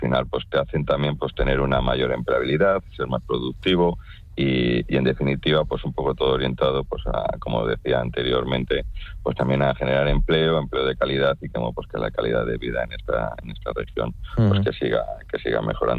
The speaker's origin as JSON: {"language": "Spanish", "town": "Langre", "region": "Cantabria", "country": "Spain", "said": "yo soy de Langre, pues tú ahora desde un pueblo en remoto puedes hacer los cursos más avanzados que te propongas"}